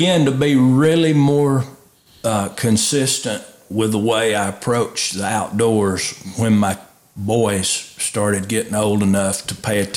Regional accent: the South, United States; Growing up in the South, it was hunting ethics was not always at the forefront.

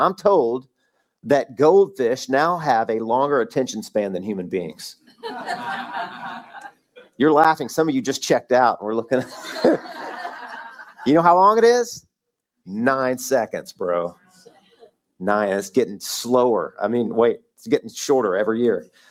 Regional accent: United States; I'm American. I'm English.

